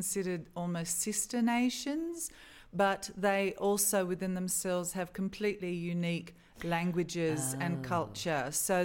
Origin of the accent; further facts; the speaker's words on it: Australia; born there; I was born in Australia